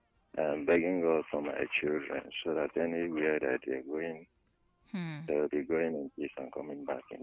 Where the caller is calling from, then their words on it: Ebe, Nigeria; from Ebe.